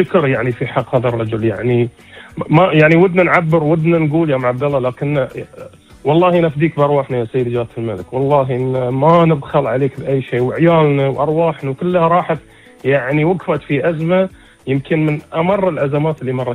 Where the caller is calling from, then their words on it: Bahrain; ما في أكثر رقي من بلدي البحرين.